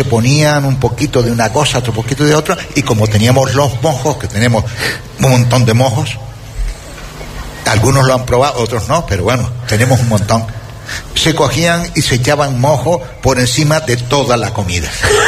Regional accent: Canary Islands, Spain; born there; Pero, hombre, yo soy nacido en Gran Canaria. ¿No? Pero cuando he venido aquí al sur hace 45 años...

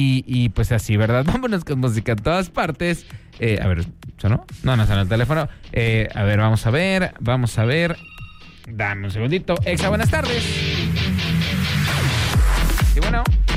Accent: Mexico

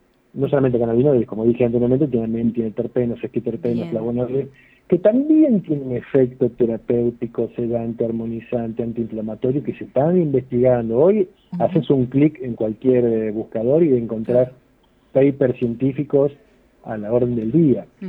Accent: Luján, Buenos Aires Province, Argentina; Soy de Luján, Buenos Aires. Venimos actualmente de Pringles, donde es mi señora, venimos juntos en familia.

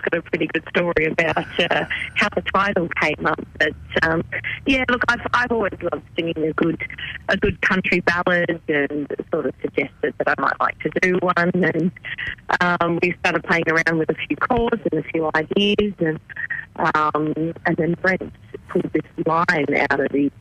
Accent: Nashdale, New South Wales, Australia; now in Central Coast, Australia; originally from Nashdale myself.

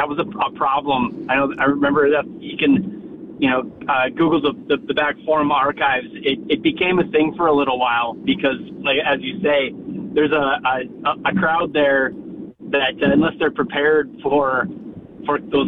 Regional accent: Moorhead, Minnesota, United States; now in West Fargo, United States; Well, when I moved over there, and I grew up on the Minnesota side in Moorhead

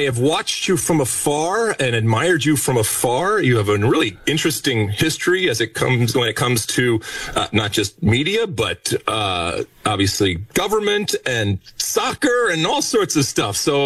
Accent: Michigan, United States; growing up in Michigan, I actually played as much and at times even more hockey growing up because it's the law there.

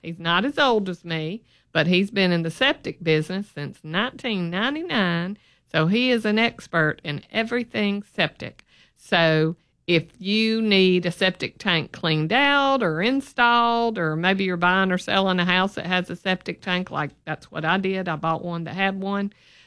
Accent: Birmingham, Alabama, United States; I grew up in Birmingham and lived here all my life.

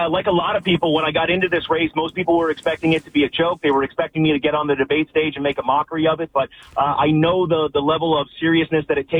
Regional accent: Brantford, Ontario, Canada; born there

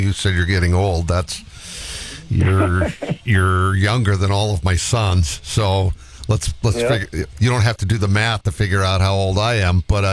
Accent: Adrian, Michigan, United States; We're, you know, growing up in Adrian, which, by the way, is home of, I talk about this a lot on this show, that's one of my favorite little golf courses in this region.

